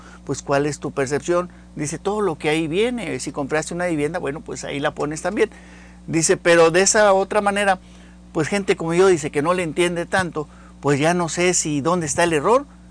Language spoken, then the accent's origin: Spanish; Mexico; así somos los mexicanos